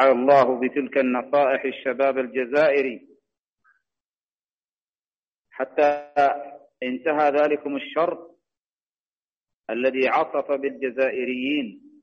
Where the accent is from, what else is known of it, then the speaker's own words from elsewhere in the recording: Indonesia; بلادي إندونيسيا بالأخص